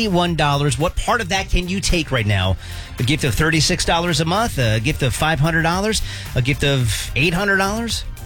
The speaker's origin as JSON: {"language": "English", "region": "New Jersey", "country": "United States", "tie": "born or raised there", "also_born_or_lived": "Philadelphia", "said": "I grew up in New Jersey and lived in Philadelphia for a while, so it's like boom, boom, boom."}